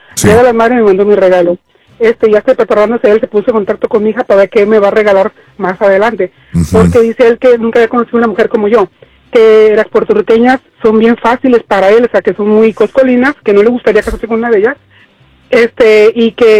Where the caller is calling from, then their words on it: Mexico; yo soy mexicana